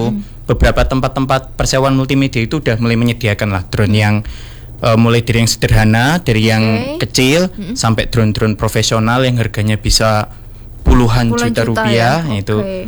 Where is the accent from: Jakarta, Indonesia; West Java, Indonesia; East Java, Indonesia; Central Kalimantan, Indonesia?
East Java, Indonesia; Sidoarjo; Saya asalnya dari Taman Sidoarjo dan juga kebetulan sekarang sedang menempuh studi ilmu komunikasi di Universitas Darussalam Gontor.